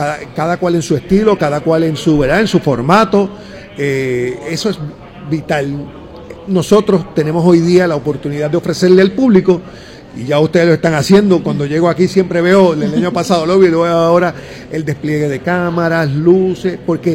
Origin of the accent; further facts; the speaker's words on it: Ponce, Puerto Rico; now in San Juan, Puerto Rico; yo soy de Ponce originalmente, mis papás estaban en Ponce, yo estaba en San Juan